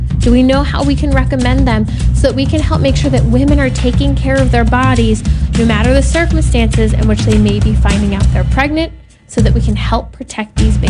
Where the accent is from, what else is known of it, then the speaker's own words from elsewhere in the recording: California, United States; Other states, such as my home state of California, being called an abortion safe haven or sanctuary